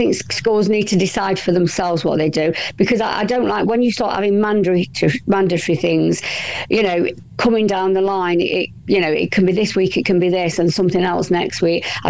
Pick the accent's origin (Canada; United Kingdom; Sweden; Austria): United Kingdom; I don't think it's British. I don't think as British we sort of push this type of this is who we are.